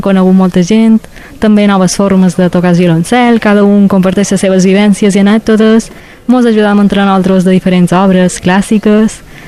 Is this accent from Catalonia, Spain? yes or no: no; Mallorca, Balearic Islands, Spain; Soc de Mallorca.